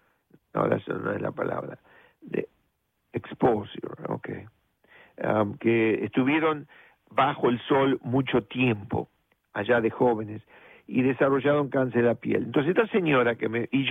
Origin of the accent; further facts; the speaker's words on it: La Plata, Buenos Aires Province, Argentina; now in New York, United States; cuando yo era chiquito, allá en La Plata, ¿no?, con mi papá, que teníamos la tienda Sara, enfrente del ferrocarril Roca